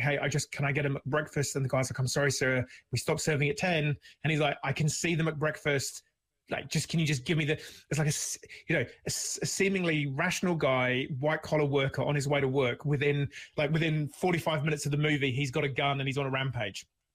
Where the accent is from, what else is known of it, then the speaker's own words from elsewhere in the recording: New Zealand; They were like, hey, New Zealand, is that down the road from New York? Like, where are you from?